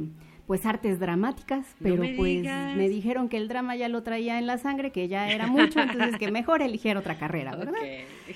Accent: Tlaxcala, Mexico; soy originaria de Tlaxcala. Parte de mi vida he estado aquí en Tlaxcala de chiquita. Bueno, mis papás son de Oaxaca

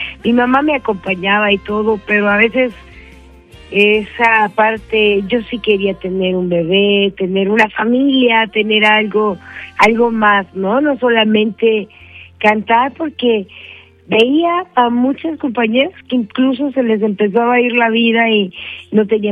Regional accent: Querétaro, Mexico; now in Mexico City, Mexico; Fíjate que yo soy queretana y entonces tuve que venirme a la Ciudad de México ya por el 86, más bien puede haber sido por el 85

